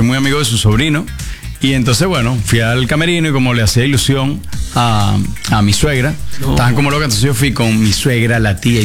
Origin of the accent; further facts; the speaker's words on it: Venezuela; now in Spain; A ver, yo soy venezolano y vivo en España, pero yo no sé por qué me sale.